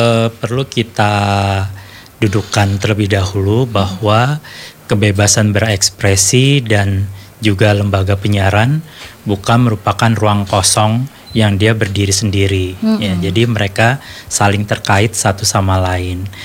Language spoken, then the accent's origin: Indonesian; Aceh, Indonesia; sebagai orang Aceh